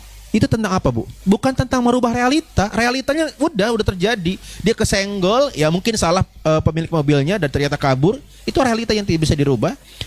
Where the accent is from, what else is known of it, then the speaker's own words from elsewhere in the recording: Java, Indonesia; Saya orang Jawa jemaah.